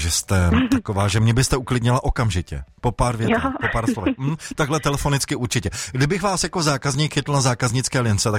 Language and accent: Czech; Moravia, Czechia; moved away; já jsem z Moravy teda odešel a já, kdybych mohl a jsem, tak jsem v Čechách.